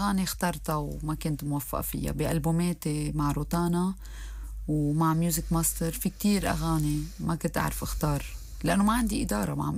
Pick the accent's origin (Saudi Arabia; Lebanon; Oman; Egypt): Lebanon; أنا كلبنانية لازم غني لبناني.